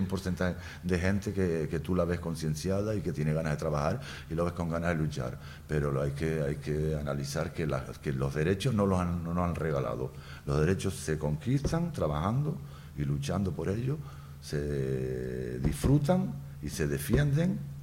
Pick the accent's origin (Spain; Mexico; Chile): Spain; Fuerteventura, Canary Islands; Si van por Fuerteventura, que sepan que por ahí estamos. … que todo el mundo me conoce.